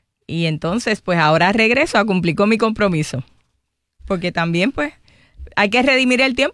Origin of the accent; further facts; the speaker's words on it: Toa Alta, Puerto Rico; Yo soy de Toa Alta.